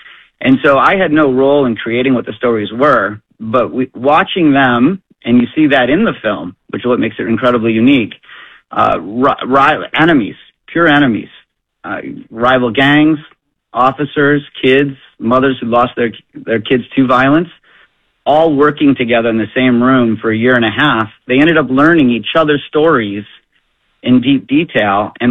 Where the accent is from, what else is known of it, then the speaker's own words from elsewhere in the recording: Plymouth, Michigan, United States; to bring it here to my home state and the home city of Plymouth